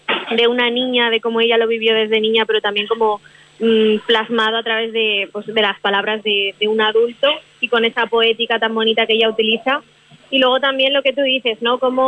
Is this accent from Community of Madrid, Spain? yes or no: no; La Rioja, Spain; Yo incluso que soy del Valle del Najerilla y había subido muchas veces con mi familia de pequeña a Mansilla